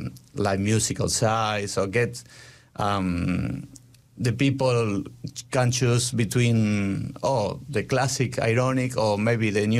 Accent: Argentina; English is a second language; now in Dunedin, New Zealand; we are from Argentina

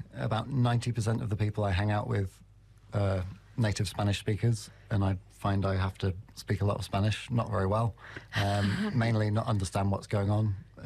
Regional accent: England, United Kingdom; moved away; which I'm supposed to drink if I'm English.

